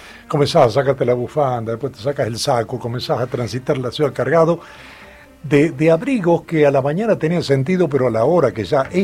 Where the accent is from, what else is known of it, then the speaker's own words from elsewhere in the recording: Mendoza, Argentina; born there; moved away; vamos a poner una canción también de Mendoza, porque es muy bonita la provincia donde yo nací y al que alguna vez tendré que volver. No volví, no es que no volví más. Volví varias veces a Mendoza, pero siendo adolescente.